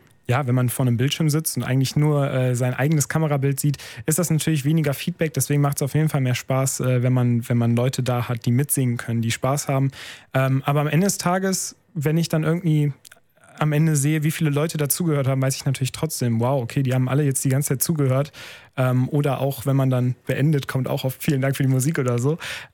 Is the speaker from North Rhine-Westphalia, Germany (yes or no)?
yes; Wuppertal, North Rhine-Westphalia, Germany; also born or lived in Remscheid / Hamburg; ich bin ja gebürtiger Wuppertaler, auch als … in Wuppertal aufgewachsen, dann als ich aufs Gymnasium gegangen bin nach Remscheid.